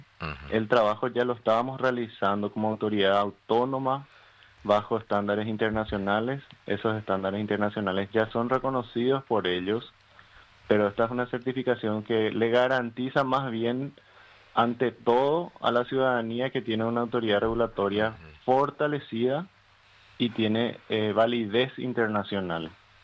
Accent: Paraguay

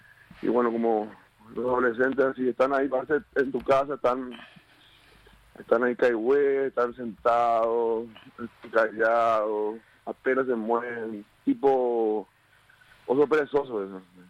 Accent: Paraguay; somos los paraguayos, ¿verdad?

